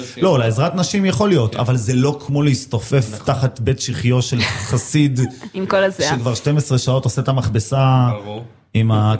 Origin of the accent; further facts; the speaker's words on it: Jerusalem, Jerusalem District, Israel; אני כירושלמי